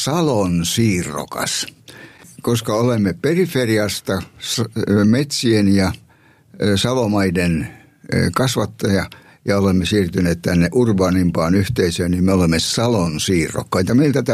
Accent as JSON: {"language": "Finnish", "region": "Savonia", "country": "Finland", "tie": "born or raised there", "moved": "yes", "lives_now": "Helsinki, Finland", "said": "olen syntyperäinen savolainen."}